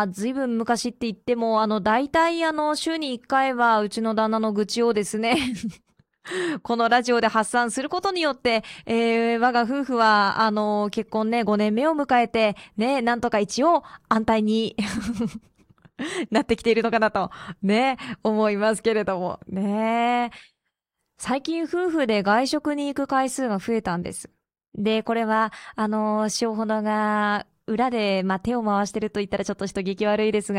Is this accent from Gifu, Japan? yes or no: no; Morioka, Iwate, Japan; moved away as an adult; now in Miyagi, Japan; 2人して地元は岩手の盛岡なので、そうすると内陸なのよ